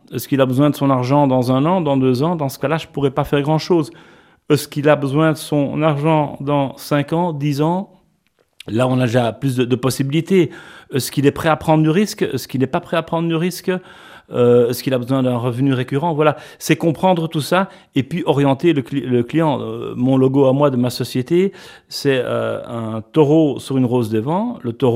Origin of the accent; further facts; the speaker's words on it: Antwerp, Flanders, Belgium; moved away as an adult; also born or lived in Luxembourg; je me sentais plus obligé de rester à Anvers, puisque je suis originaire d'Anvers